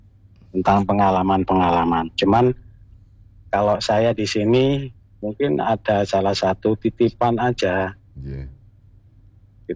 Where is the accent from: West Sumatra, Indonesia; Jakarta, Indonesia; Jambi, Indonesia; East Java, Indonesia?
East Java, Indonesia; Surabaya; Ya, kebetulan saya dari Surabaya